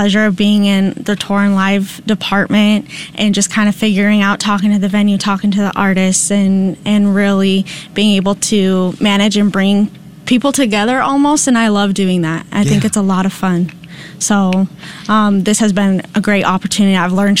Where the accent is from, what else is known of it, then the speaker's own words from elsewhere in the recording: Arizona, United States; now in Nashville, United States; So I'm from Arizona. I moved around a whole lot in my life, but all the little intricate things led me to Nashville.